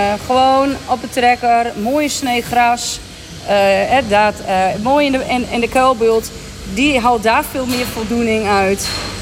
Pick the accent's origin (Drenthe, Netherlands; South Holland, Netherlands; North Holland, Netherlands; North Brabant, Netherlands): Drenthe, Netherlands; onze medeboeren, juist hier, ja, veehouders, akkerbouwers, allemaal hier uit Drentse Aangebied.